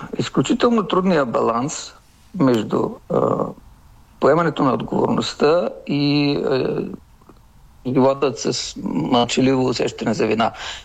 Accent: Bulgaria; съм от Източна България, където има много турци

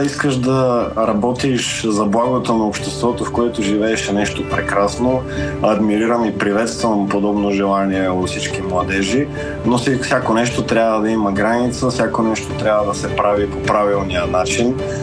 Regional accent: Sofia, Sofia City, Bulgaria; born there; В квартала, където съм роден в София

